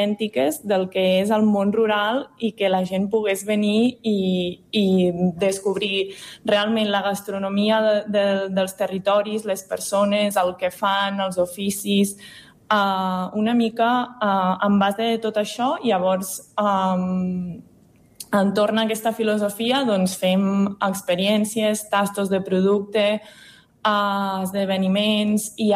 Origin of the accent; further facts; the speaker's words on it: Catalonia, Spain; also born or lived in Lluçanès; now in Ripollès, Spain; Soc de l'Alt Urgell, d'un poble molt petit sota la Serra del Cadí, i, bueno, però ja fa temps que estic per aquí al Lluçanès, i perquè la meva parella és d'aquí, i ara fa poc temps que vivim al Ripollès.